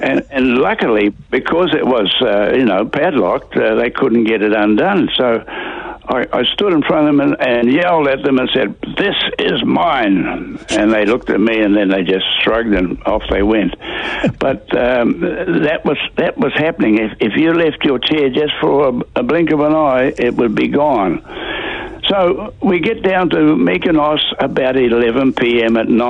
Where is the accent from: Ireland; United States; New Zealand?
New Zealand; I'm from New Zealand. I'm not English and I'm not Aussie. I'm New Zealand.